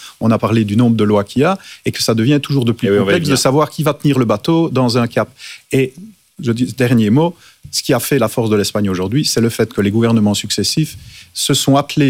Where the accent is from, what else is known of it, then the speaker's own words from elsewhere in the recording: Wallonia, Belgium; et plutôt la Wallonie, je suis wallon, que la Flandre